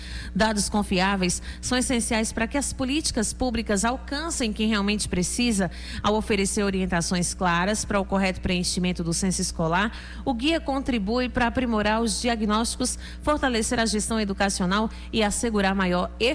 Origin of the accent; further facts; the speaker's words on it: Brazil; eu como brasileiro